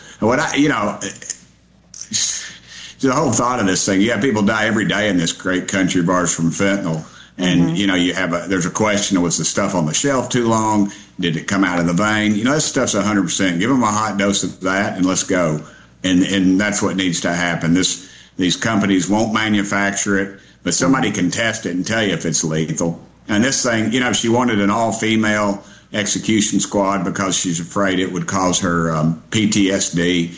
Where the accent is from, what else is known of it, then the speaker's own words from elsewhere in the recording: Knoxville, Tennessee, United States; I grew up in Knoxville. I've been here my whole life.